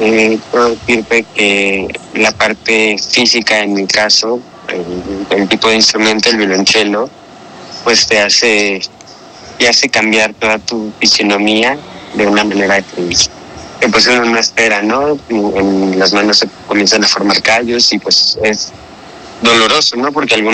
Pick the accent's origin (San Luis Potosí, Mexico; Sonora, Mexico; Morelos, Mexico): Morelos, Mexico; Soy violonchelista de la ciudad del estado de Morelos.